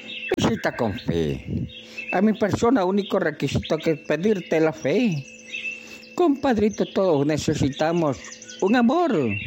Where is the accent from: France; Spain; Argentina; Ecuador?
Ecuador; yo soy orientano nativo, ecuatoriano, soy ecuatoriano, compadrito, no confunda, no soy colombiano, no soy boliviano, no soy peruano, soy ecuatoriano